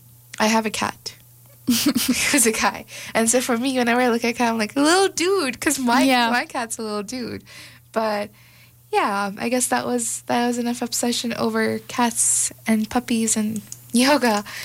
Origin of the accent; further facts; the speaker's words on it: Winnipeg, Manitoba, Canada; moved away as an adult; now in Calgary, Canada; When I first moved to Calgary back in 2022, I was so amazed that there was a festival or something every weekend. I was like, what is going on? We're both from Winnipeg, guys.